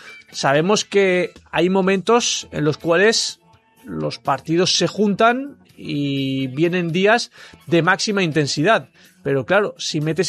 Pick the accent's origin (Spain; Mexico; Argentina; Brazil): Spain; como españoles y como club español